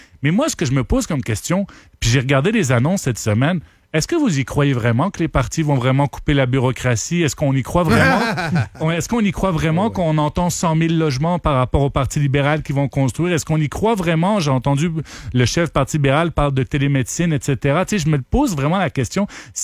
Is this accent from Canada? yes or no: yes; Ottawa, Ontario, Canada; parce qu'écoute, moi je viens d'Ottawa, on l'avait fait à Ottawa de couper de 2 %